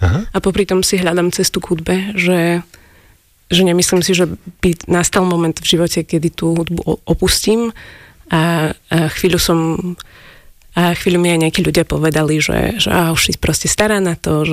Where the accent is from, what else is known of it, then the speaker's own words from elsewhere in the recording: Bratislava, Bratislava Region, Slovakia; Moja mama je z Prešova, a môj tatino je z Gvinej. Takže, ale ja už som Bratislavčan.